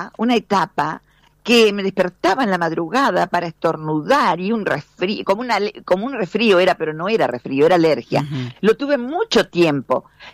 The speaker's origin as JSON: {"language": "Spanish", "town": "Carmelo", "region": "Colonia", "country": "Uruguay", "said": "somos cuatro de Carmelo."}